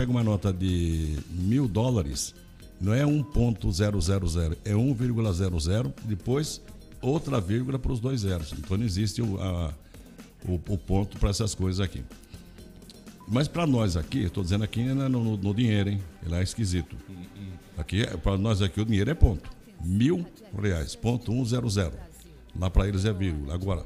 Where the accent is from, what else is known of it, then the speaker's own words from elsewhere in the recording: São Paulo, Brazil; Eu, como sou brasileiro e sou paulista